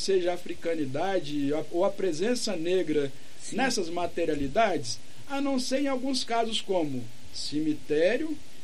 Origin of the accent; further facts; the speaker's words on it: Belo Horizonte, Minas Gerais, Brazil; Belo Horizonte.